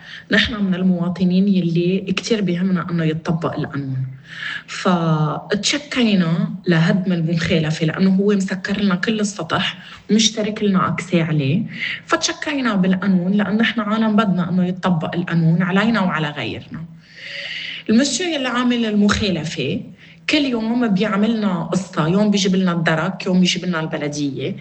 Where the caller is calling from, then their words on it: Aaraya, Mount Lebanon, Lebanon; نحن من سكان عريا، العقار 17-71.